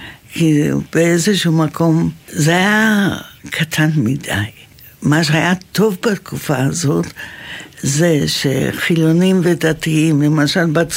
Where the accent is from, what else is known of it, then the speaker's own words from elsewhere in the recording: Jerusalem, Jerusalem District, Israel; גדלתי בירושלים הקטנה לפני 67, והיינו מטיילים, משחקים בכל האזור של רחביה, תלביה, עמק המצלבה וכו'.